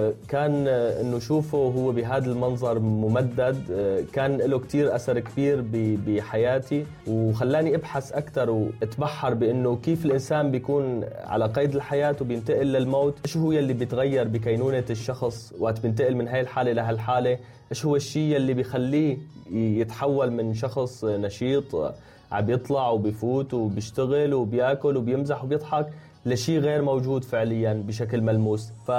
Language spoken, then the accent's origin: Arabic; Syria; now in Turkey